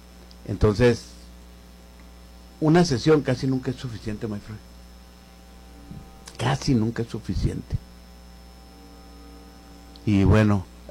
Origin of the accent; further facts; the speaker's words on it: Samalayuca, Chihuahua, Mexico; soy de Chamalayuca.